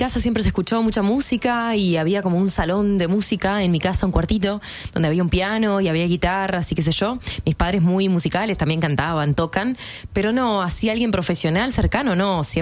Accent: Tarariras, Colonia, Uruguay; also born or lived in Buenos Aires, Argentina; yo soy de Tarariras, de un pueblo chico, donde no había mucha referencia musical.

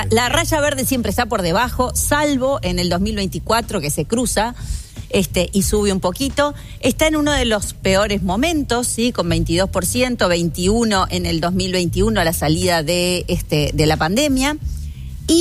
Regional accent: Uruguay

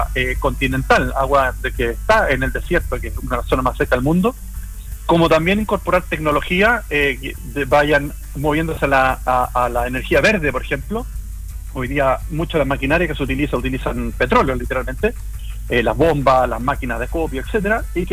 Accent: Chile; el dueño último de ese mineral somos todos los chilenos

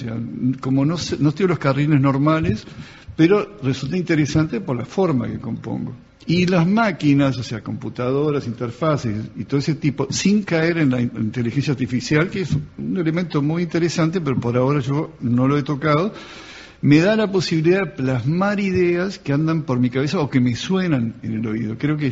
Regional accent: Montevideo, Uruguay; also born or lived in Mexico; Yo soy montevideano. Tengo pinta del interior, pero esa es una personalidad que me la dio México, más que nada.

